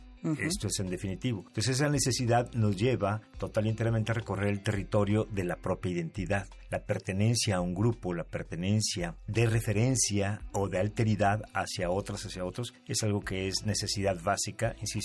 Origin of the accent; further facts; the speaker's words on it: Mexico; nosotros como mexicanos